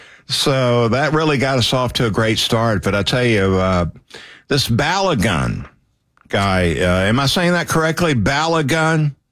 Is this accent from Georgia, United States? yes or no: yes; Valdosta, Georgia, United States; They didn't even offer soccer growing up in Valdosta.